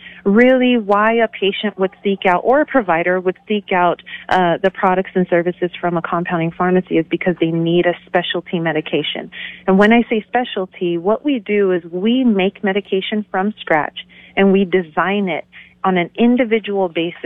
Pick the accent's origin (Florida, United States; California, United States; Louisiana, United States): California, United States; now in New Mexico, United States; do consider myself a New Mexican after being here since, 97? So that's almost 30 years now. Yeah, I came from California. I went to Sandia High School.